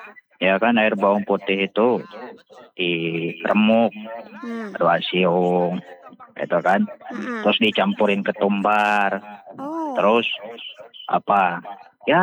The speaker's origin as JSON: {"language": "Indonesian", "region": "West Sumatra", "country": "Indonesia", "said": "Ya, karena kebetulan kita orang Minang ya."}